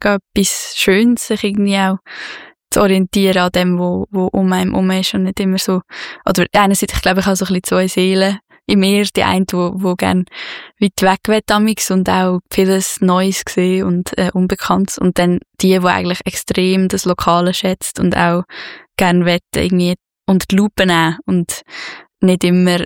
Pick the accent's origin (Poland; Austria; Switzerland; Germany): Switzerland